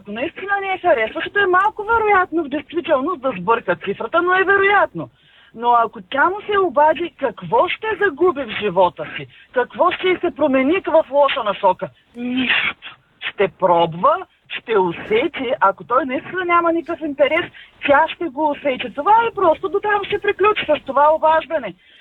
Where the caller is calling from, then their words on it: Burgas, Burgas Province, Bulgaria; съм от Бургас.